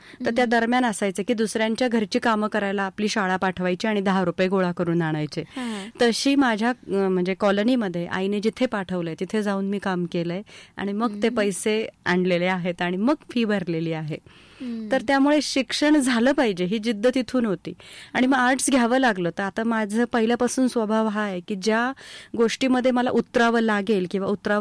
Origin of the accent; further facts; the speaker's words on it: Nashik, Maharashtra, India; सगळं नाशिकला मातोश्री रामप्यारी सारडा कन्या विद्या मंदिर आहे तिथं झालं शिक्षण.